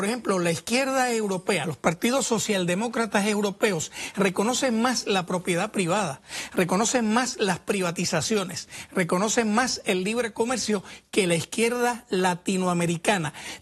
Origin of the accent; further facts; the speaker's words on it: Puerto Rico; el caso político de Puerto Rico es muy difícil de entender hasta para nosotros los puertorriqueños